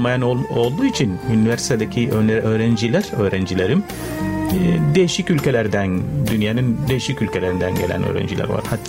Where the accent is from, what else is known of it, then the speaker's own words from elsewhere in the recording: Sudan; Turkish is a second language; Efendim, siz dediğiniz gibi hocam, ben Sudanlıyım. … Bizim orada soyad kullanmıyoruz.